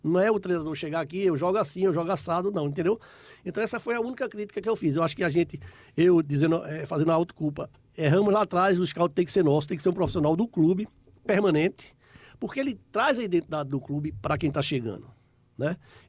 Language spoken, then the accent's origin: Portuguese; Pernambuco, Brazil